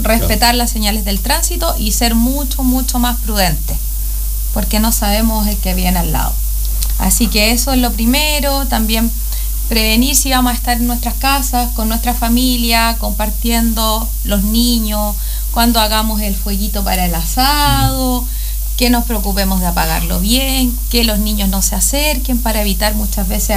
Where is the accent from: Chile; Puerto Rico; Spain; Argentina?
Chile; Curicó, Maule; moved away as an adult; also born or lived in Santiago; now in Coyhaique, Chile; Llegué hace muy poquito a la zona. Llegué en el mes de enero. Así que estamos acostumbrándonos a la Patagonia. Soy oriunda de Curicó. Así que ahí estuve 5 años trabajando por mi institución y me vine a trabajar a Coyhai.